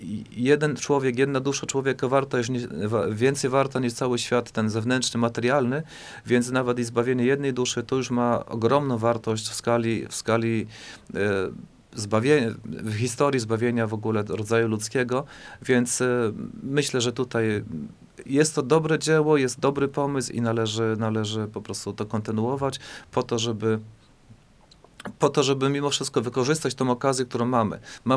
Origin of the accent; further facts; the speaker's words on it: Lemko Region, Poland; mianowicie sam pochodzę z Łękowszczyzny. Gdyby to było na Łękowszczyźnie, to w każdej wiosce, typu Ogroniczki, Ciasne, Karakule, w każdej większej wiosce stałaby cerkiew.